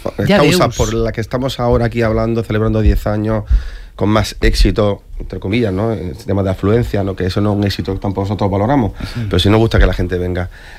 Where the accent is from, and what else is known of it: Córdoba, Andalusia, Spain; born or raised there